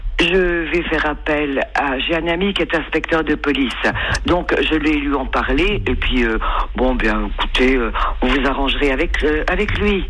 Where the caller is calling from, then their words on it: Occitanie, France; Ben, moi, je suis en Occitanie